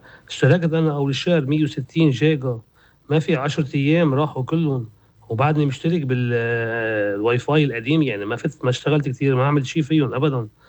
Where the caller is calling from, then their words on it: Ain el Remmaneh, Mount Lebanon, Lebanon; من عين رمانة.